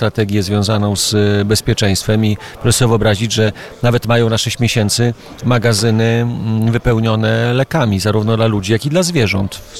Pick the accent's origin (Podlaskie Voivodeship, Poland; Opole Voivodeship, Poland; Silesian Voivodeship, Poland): Podlaskie Voivodeship, Poland; Suwałki; z uwagi na to, że jestem z Suwałk, to w Suwałkach czy też pod Suwałkami